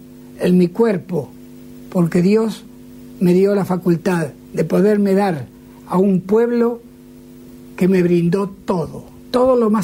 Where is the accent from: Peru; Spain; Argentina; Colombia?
Argentina; a través de él pude conocer otros países tan, tan hermosos como este, pero no tan querido para mí como mi Argentina.